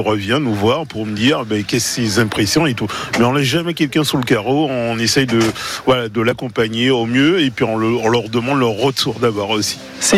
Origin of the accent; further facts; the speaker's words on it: Martinique; now in Poitou, France; Moi, je suis originaire de Martinique et mon épouse de La Réunion.